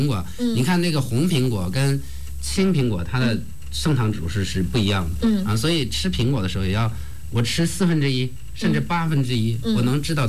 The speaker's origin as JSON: {"language": "Chinese", "country": "China", "said": "咱们就是中国人的这种烹饪可能油脂的含量还稍微高一点"}